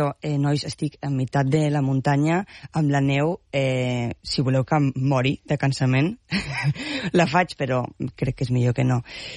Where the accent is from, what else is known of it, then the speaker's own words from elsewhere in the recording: Montgat, Catalonia, Spain; moved away as an adult; now in Barcelona, Spain; Visc aquí, a Barcelona. Soc de Montgat. Mm. Però visc a Barcelona, davant del Mercat de Sant Antoni